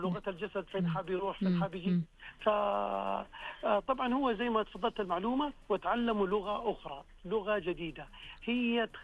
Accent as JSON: {"language": "Arabic", "country": "Saudi Arabia", "said": "عندنا السياحة في السعودية"}